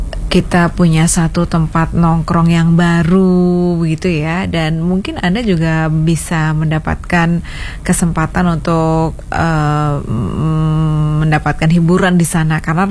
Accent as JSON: {"language": "Indonesian", "town": "Jember", "region": "East Java", "country": "Indonesia", "said": "Kita sebagai warga Jember"}